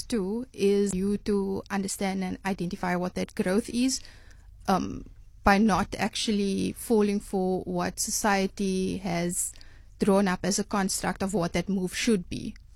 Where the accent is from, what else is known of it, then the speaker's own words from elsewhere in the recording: Cape Town, Western Cape, South Africa; I'm from the Cape Flats